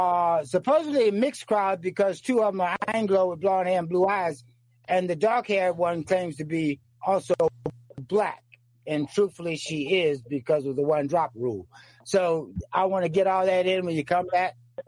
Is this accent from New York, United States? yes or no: no; Yorktown, Virginia, United States; I'm from Yorktown, Virginia, so you understand the historical context. I grew up playing on the battlefields